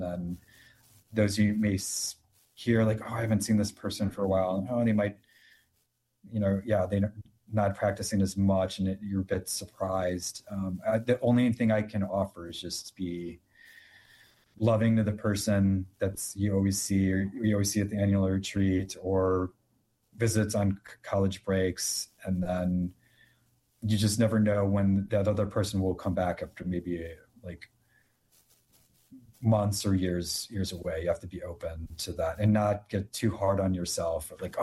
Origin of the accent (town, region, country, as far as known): Naperville, Illinois, United States; born or raised there